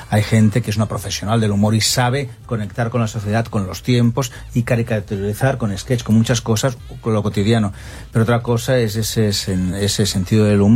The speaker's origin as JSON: {"language": "Spanish", "country": "Spain"}